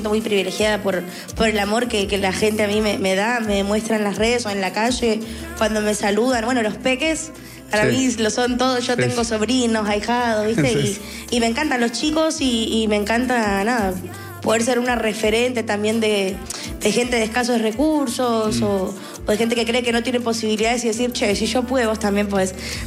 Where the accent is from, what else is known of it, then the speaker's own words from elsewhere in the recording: Buenos Aires, Argentina; Claro, porque yo soy de Chicago, ¿viste?